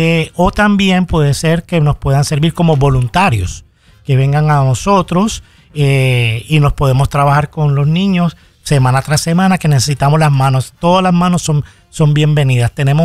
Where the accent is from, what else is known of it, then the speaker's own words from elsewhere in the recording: Colombia; Yo soy colombiano, voy a Colombia.